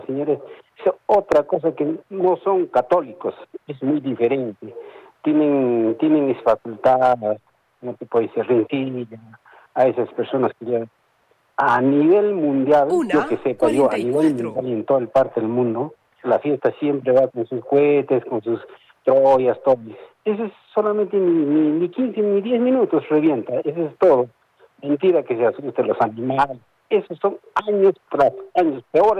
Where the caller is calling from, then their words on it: Socabaya, Arequipa, Peru; Yo también soy de Socabaya, que vivo por el lado de 4 de octubre.